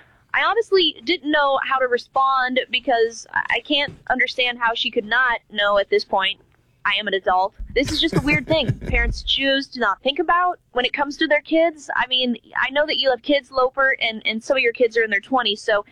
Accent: Chattanooga, Tennessee, United States; I grew up here in Chattanooga, and my dad has listened to KC106 for years

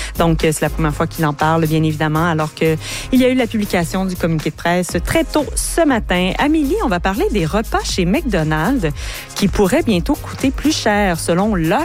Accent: Quebec, Canada; chez nous, en Mauricie, au centre du Québec?

